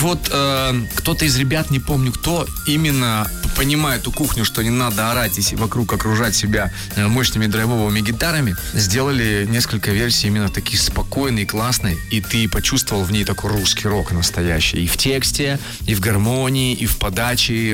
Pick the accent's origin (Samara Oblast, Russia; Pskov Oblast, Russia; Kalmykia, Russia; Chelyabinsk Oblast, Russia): Chelyabinsk Oblast, Russia; Chelyabinsk; Я из Челябинска, они из Екатеринбурга, да.